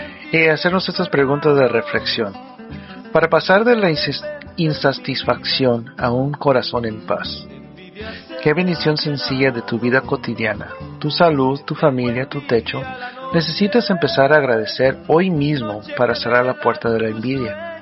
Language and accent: Spanish; Mexico; yo como mexicano